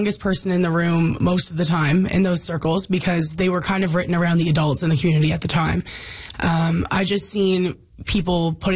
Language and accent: English; Wabush, Newfoundland and Labrador, Canada; now in St. John's, Canada; Growing up in Wabash was a wonderful experience, but I definitely, growing up in a small community, did a lot of comparing myself.